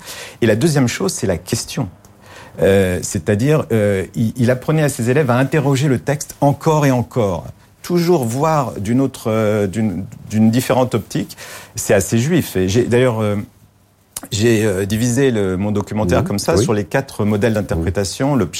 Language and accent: French; Paris, Île-de-France, France; born there; je suis né à Paris